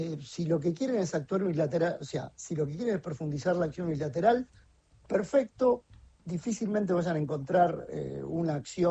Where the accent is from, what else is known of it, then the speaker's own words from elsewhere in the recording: Argentina; como lo digo no solamente como analista, pero también como argentino